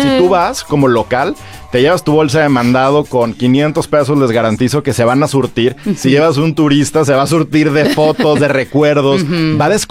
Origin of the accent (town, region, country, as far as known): Mexico